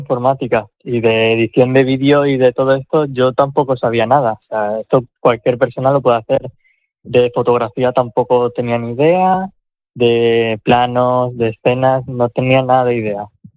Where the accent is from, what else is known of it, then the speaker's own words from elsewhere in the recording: Castellón de la Plana, Valencian Community, Spain; Bueno, porque yo soy de Castellón